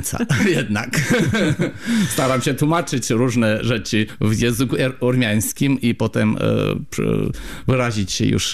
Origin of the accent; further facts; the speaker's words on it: Armenia; Polish is a second language; moved away as an adult; now in Poland; kultura mojego kraju, skąd pochodzę, czyli Armenii.